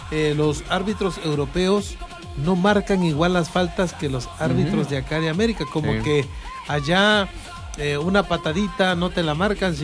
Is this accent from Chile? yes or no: no; Mexico; nosotros como mexicanos nada más vamos a estar como espectadores